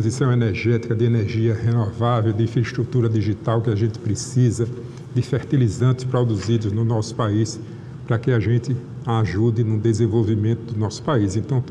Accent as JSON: {"language": "Portuguese", "region": "Sergipe", "country": "Brazil", "said": "Eu sou do estado, meu estado é o estado de Sergipe"}